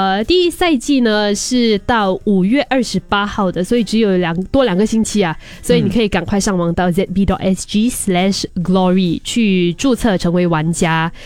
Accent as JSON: {"language": "Chinese", "town": "Chaozhou", "region": "Guangdong", "country": "China", "said": "因为我是潮州人。"}